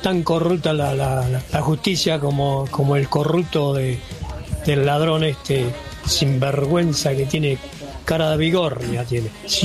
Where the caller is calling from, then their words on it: Luis Guillón, Buenos Aires Province, Argentina; de Luis Guillón.